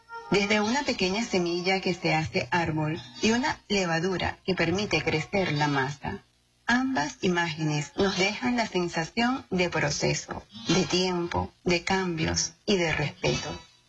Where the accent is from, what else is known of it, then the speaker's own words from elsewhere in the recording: Venezuela; Como venezolanos, estamos atravesando un tiempo propicio para permitir el desarrollo de lo que construye y dinamiza